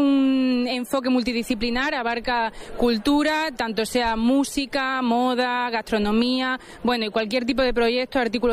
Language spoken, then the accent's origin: Spanish; Extremadura, Spain; now in Madrid, Spain